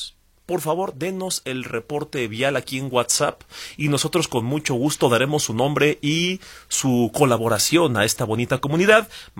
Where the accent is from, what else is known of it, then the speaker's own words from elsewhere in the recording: Mexico; no solo como mexicanos, sino como vaya sociedad